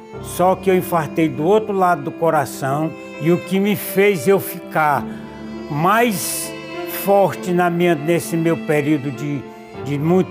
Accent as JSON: {"language": "Portuguese", "town": "Sobral", "region": "Ceará", "country": "Brazil", "said": "sou da cidade de Sobral, Ceará."}